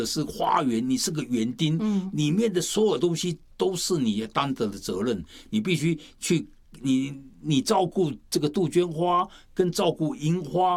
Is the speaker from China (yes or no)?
yes; China; 我们中国人常常讲的是活到老学到老